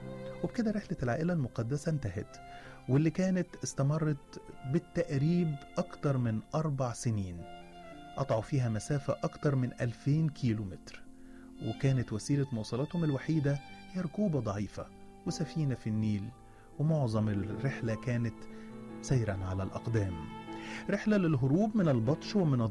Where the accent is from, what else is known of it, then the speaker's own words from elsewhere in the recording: Egypt; احنا كمصريين